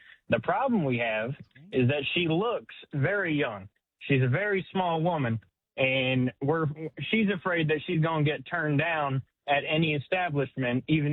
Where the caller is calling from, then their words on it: Birmingham, Alabama, United States; Birmingham, Alabama.